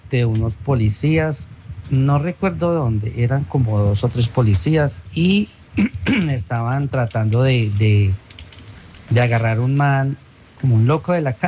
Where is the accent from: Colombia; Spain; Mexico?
Colombia; Pereira, Risaralda